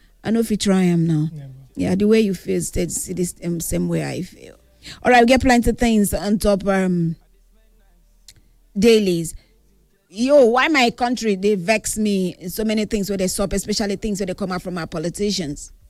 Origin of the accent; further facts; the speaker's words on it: Nigeria; Yes, God helping me and you, because myself as a Nigerian, you get to see they do me.